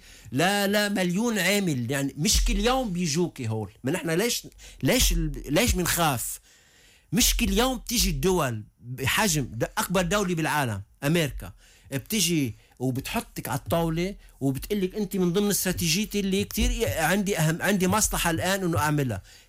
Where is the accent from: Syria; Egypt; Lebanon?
Lebanon; على الاخر خليجي بمحل بيصدمك كلبنانية طبعا